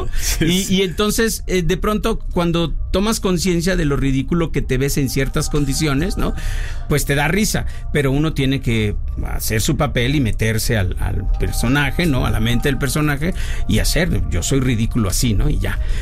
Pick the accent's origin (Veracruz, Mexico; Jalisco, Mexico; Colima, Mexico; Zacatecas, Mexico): Colima, Mexico; mi padre en paz descanse, viven en Colima, sí, yo soy de Colima.